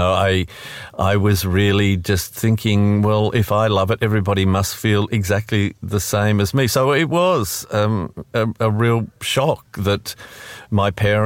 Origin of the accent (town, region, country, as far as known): Launceston, Tasmania, Australia; born or raised there